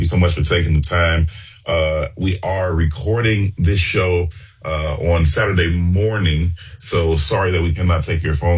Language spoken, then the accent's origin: English; United States; born there; I am American, not just because I was born here, but it's actually how I feel. It's how I identify. I am an American. I don't view myself as not being American. I am American. I am Black American